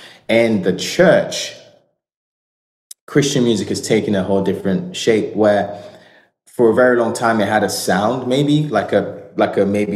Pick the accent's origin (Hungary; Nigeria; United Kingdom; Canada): United Kingdom; especially being British as well